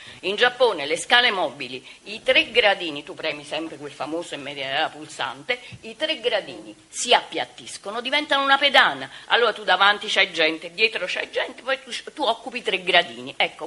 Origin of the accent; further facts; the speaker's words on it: Campania, Italy; sono della Campania e sono un architetto.